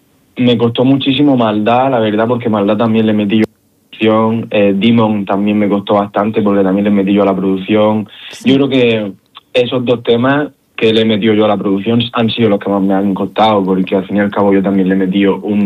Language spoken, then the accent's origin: Spanish; Murcia, Region of Murcia, Spain; Y sobre todo por eso, porque está en mi ciudad, me ven los murcianos, las murcianas, mi familia.